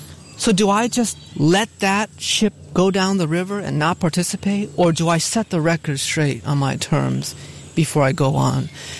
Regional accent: Hartford, Connecticut, United States; You know, when I was a little boy growing up in Hartford, on Sunday we would go to the Baptist church

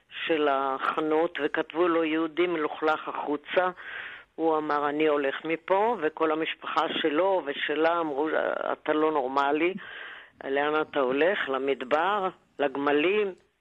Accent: Tel Aviv, Tel Aviv District, Israel; כן, אני תל אביבית, נולדתי אסלית תל אביבית.

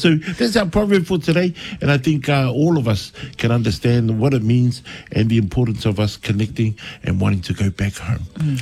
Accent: Wellington, New Zealand; born there; Even though I was born in Wellington, man, going back home is like something that I have to have as a Samoan

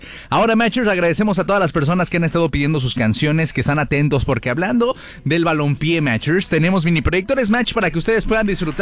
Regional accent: Mexico; orgullosamente siendo mexicanos nosotros

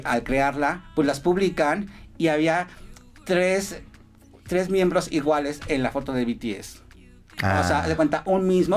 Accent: Mexico; no hay como las mexicanas, como los mexas

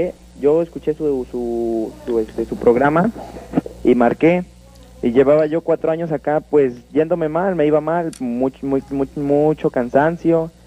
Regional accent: Guanajuato, Mexico; Soy de Guanajuato.

